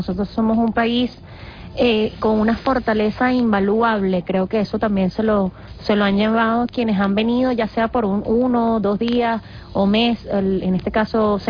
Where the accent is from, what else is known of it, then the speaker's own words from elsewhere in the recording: Venezuela; Eso somos nosotros, los venezolanos y los venezolanos.